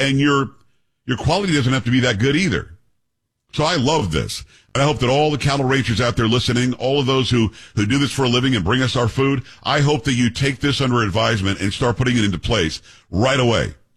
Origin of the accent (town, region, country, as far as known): Florida, United States; born or raised there